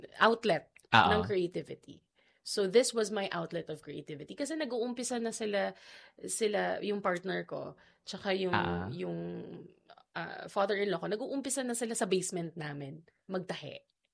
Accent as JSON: {"language": "Tagalog", "town": "Iloilo", "region": "Western Visayas", "country": "Philippines", "said": "So I wanted a small bag that, because I'm from Iloilo."}